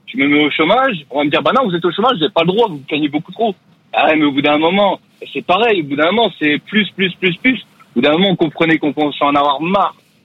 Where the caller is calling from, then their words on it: Dunkirk, Hauts-de-France, France; je suis sur la route, mais oui, je suis de Dunkerque de base.